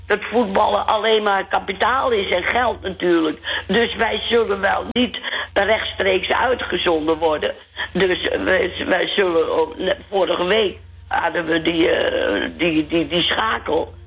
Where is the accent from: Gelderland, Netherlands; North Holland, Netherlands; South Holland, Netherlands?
North Holland, Netherlands; Muiden; Nou, niet van de Volendam, maar wel van de Muiden.